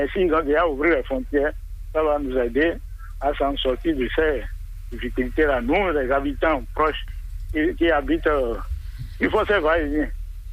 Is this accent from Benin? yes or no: yes; Ouidah, Atlantique, Benin; born there; moi je suis né à Ouida.